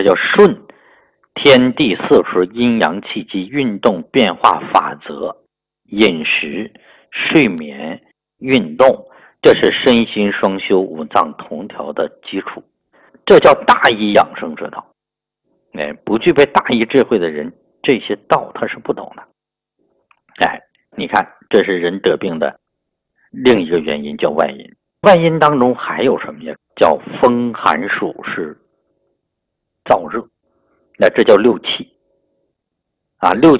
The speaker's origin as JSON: {"language": "Chinese", "region": "Yunnan", "country": "China", "said": "我们云南人吃米线"}